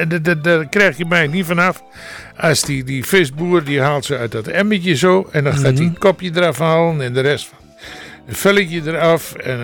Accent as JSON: {"language": "Dutch", "country": "Netherlands", "said": "Dat is makkelijk, daar zijn we Nederlander voor. We willen ons eigen boontjes dappen."}